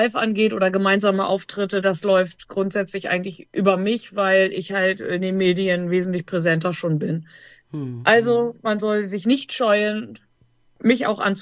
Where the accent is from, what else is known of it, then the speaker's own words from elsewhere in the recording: Hamburg, Germany; ich komme aus dem wunderschönen Hamburg.